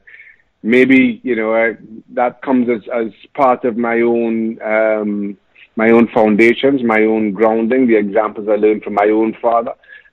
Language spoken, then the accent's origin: English; Diego Martin, Trinidad & Tobago; growing up in Trinidad, grew up in the Northwest, town called Diego Martin